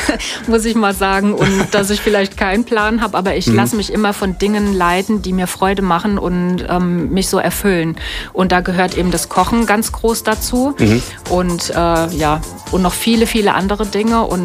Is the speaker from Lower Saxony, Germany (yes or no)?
no; Mainz, Rhineland-Palatinate, Germany; born there; moved away as an adult; now in Palatinate, Germany; Ich bin eine Mainzer-Mädel. Ja. Und das ist für mich so nach Hause kommen auch. Ich liebe die Pfalz. Das ist jetzt meine neue Heimat.